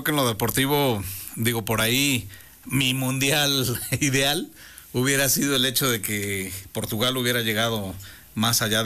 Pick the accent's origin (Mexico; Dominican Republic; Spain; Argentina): Mexico; o sea, obviamente digo, no, somos mexicanos